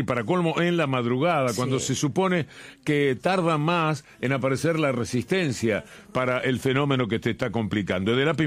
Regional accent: La Plata, Buenos Aires Province, Argentina; born there; De La Plata. Nací en La Plata.

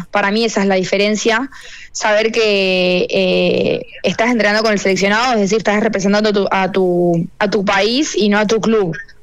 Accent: Mendoza, Argentina; now in Buenos Aires, Argentina; mi casa, donde yo nací

